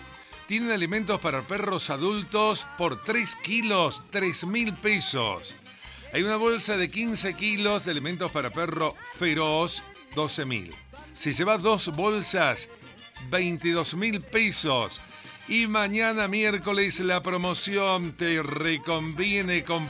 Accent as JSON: {"language": "Spanish", "region": "Salta", "country": "Argentina", "lives_now": "Villa Mercedes, Argentina", "said": "Yo soy salteño, pero hace 34 años que vivo aquí en Villa Mercedes."}